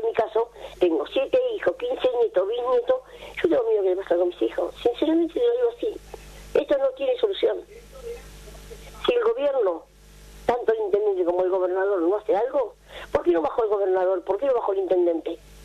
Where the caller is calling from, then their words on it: González Catán, Buenos Aires Province, Argentina; hace 40 años vivo en González Catán. Esto es tierra de nadie